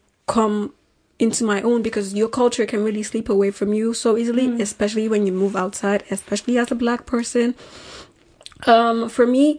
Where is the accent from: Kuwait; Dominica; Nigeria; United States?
Nigeria; moved away; because I grew up in Nigeria. I wasn't black until I moved out of Nigeria.